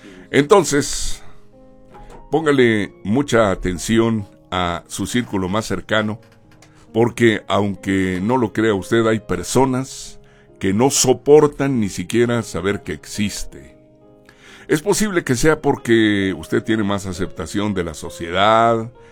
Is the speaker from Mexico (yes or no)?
yes; Mexico